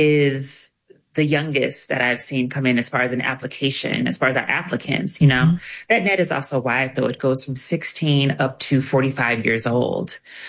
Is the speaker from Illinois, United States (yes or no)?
yes; East St. Louis, Illinois, United States; as a Black trans woman who grew up in the U.S., in East St. Louis, Missouri.